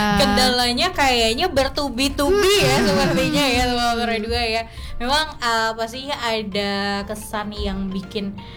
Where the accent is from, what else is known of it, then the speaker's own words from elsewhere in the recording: Pontianak, West Kalimantan, Indonesia; Kalau kata kita orang Pontianak, payah nak diomong gitu ya.